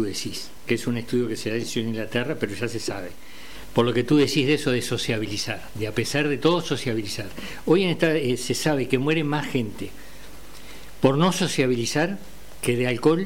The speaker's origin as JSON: {"language": "Spanish", "town": "Colonia Suiza", "region": "Colonia", "country": "Uruguay", "said": "Yo soy de Colonia Suiza."}